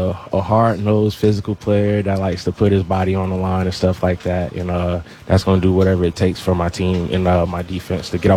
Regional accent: Florida, United States; moved away; Yeah, I'm from Florida

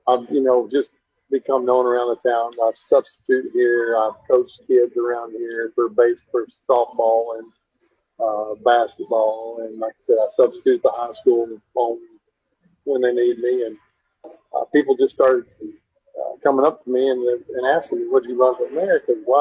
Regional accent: Duncanville, Texas, United States; I grew up in Duncanville, which is, almost 40,000 people. I was went off to school to go play at KU and got drafted by the Jazz.

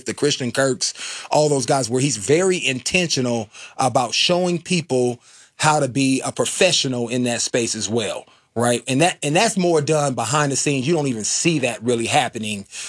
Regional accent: Oakland, California, United States; He knows I'm from Oakland.

